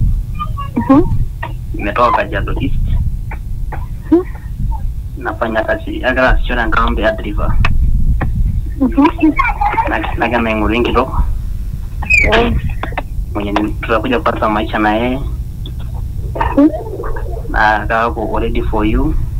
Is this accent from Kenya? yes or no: yes; Narok County, Kenya; Nimetoka Narok West.